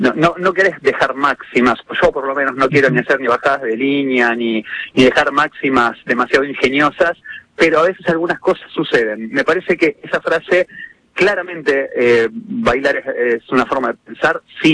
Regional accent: Haedo, Buenos Aires Province, Argentina; Yo soy de Aedo, sí.

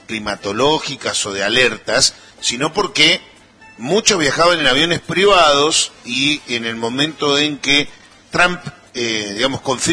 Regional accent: Argentina; no somos los argentinos los que tenemos que decir que ustedes no andan hablando.

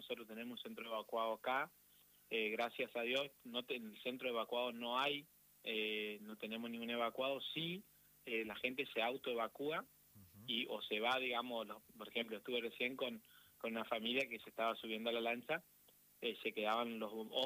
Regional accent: Empedrado, Corrientes, Argentina; Bueno, mi pueblo se encuentra a 58 kilómetros de la capital al sur, digamos, por la costa del río Paraná, se llama Empedrado.

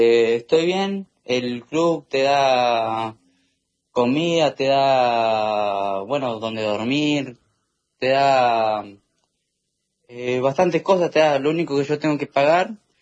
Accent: Trevelin, Chubut, Argentina; now in Italy; Y la idea es seguramente ir de vacaciones a mi pueblo, a Trevelin.

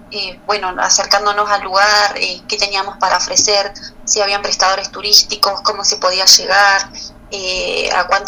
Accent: Alto Río Senguer, Chubut, Argentina

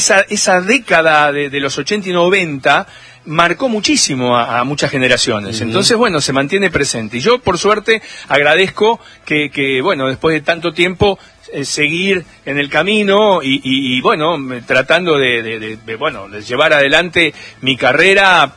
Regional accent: Argentina; que yo salí de Argentina desconocido, porque había salido mi disco

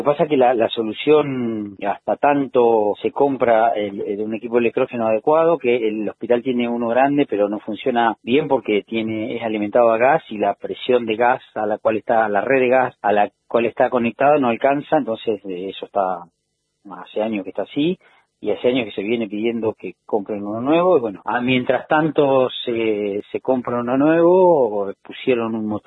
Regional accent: Esquel, Chubut, Argentina

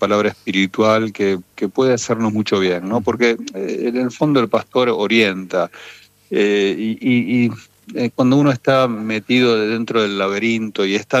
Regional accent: Argentina; así como vengo yo de la Argentina

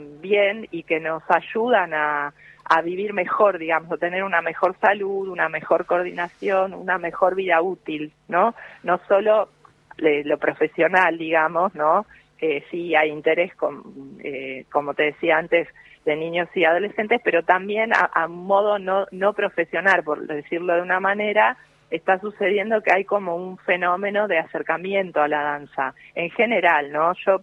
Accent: Villa Ballester, Buenos Aires Province, Argentina; yo soy de Villa Ballester, provincia de Buenos Aires, y empecé a los 4 años a estudiar con una maestra rusa

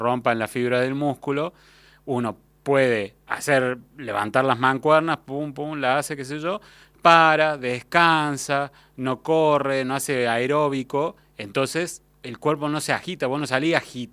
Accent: Argentina; Somos argentinos, futboleros

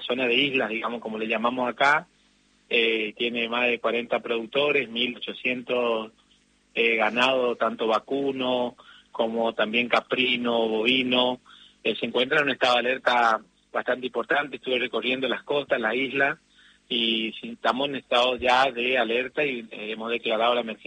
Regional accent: Empedrado, Corrientes, Argentina; mi pueblo se encuentra a 58 kilómetros de la capital al sur, digamos, por la costa del río Paraná, se llama Empedrado.

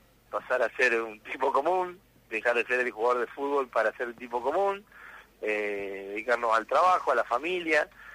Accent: Córdoba, Argentina; moved away as an adult; also born or lived in Rosario / Concordia; now in Concepción del Uruguay, Argentina; en Rosario, y tenemos un hijo que nació acá en Entre Ríos, así que tenemos un Entre Ríos en la familia, y nosotros dos somos de Córdoba.

